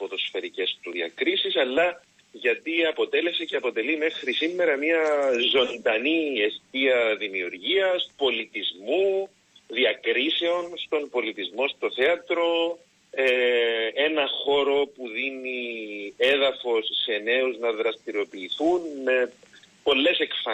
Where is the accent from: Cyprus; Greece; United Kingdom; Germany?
Cyprus; Dali, Nicosia District; μεγαλώνοντας στο Δάλι